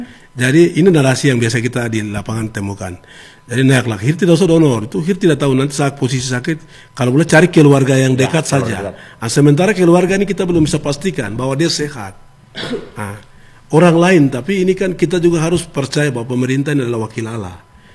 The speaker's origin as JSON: {"language": "Indonesian", "region": "Highland Papua", "country": "Indonesia", "tie": "born or raised there", "said": "saya juga anak daerah di sini"}